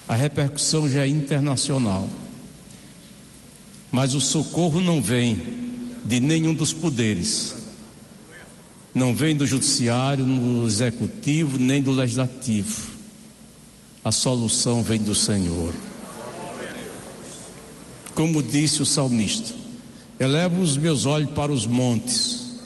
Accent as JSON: {"language": "Portuguese", "country": "Brazil", "said": "Nós estamos aqui, neste país, somos brasileiros, graças a Deus"}